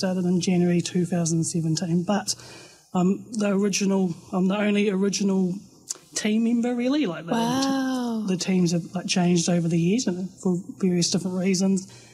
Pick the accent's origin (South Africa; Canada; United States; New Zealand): New Zealand; Wellington; now in Dunedin, New Zealand; But I said nō pōneki aho, so I was born and raised in Wellington. But yeah, I've been in Otipoti for, I'll be over 9 years now.